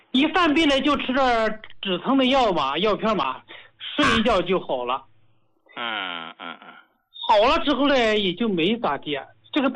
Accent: Hubei, China; 我是胡家老哥的受益者，我是湖北人，

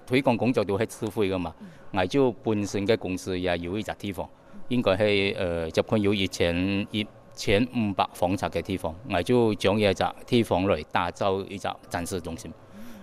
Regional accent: Malaysia; 仲有我哋馬來西亞人喜歡喜歡係一樣東西，客家娘酒。

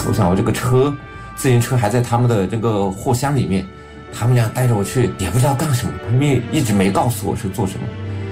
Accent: Hengduan Mountains, China; 除了我老家那一段，我老家那个段是自北向南流的，横断山脉那一块。

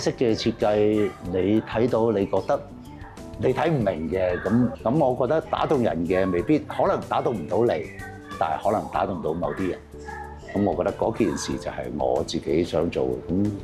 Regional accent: Lingnan, China; 我哋南方人也好啊，嶺南人也好啊

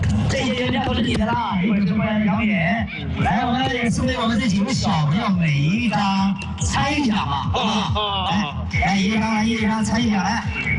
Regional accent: Northeast China, China; 我们东北人说话比较直啊

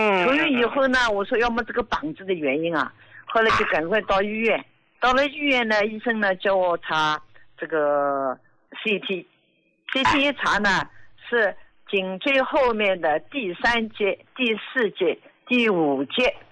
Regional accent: Jiangsu, China; 我今年73岁，我是江苏的。

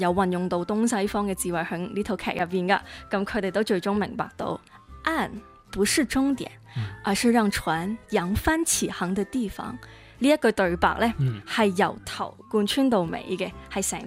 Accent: Macau; 咁我都係澳門人

